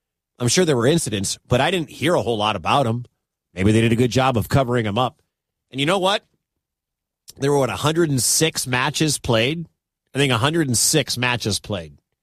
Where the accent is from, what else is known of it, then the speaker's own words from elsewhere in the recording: Detroit, Michigan, United States; Shout out to my hometown, Detroit.